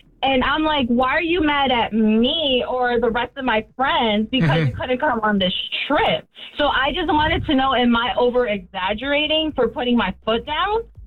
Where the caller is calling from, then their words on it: Lawrenceville, United States; I'm calling from Lawrenceville